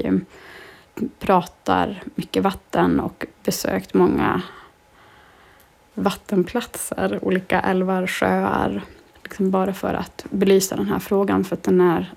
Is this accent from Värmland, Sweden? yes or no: no; Torne River valley, Norrbotten County, Sweden; Jag är ju uppvuxen just vid Torneälv